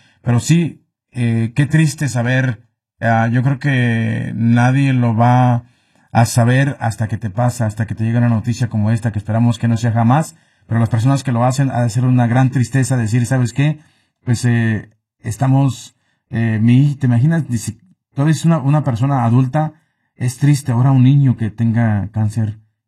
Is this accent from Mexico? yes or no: yes; Mexico; nuestro país, México, o necesidad como latinos que somos.